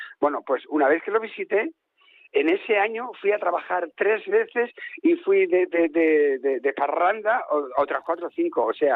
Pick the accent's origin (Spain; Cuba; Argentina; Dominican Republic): Spain; Oviedo, Asturias; moved away as an adult; yo llegué, perdón, de Oviedo a Madrid a estudiar arte dramático, en fin, etcétera, etcétera, y tardé 7 años en visitar Toledo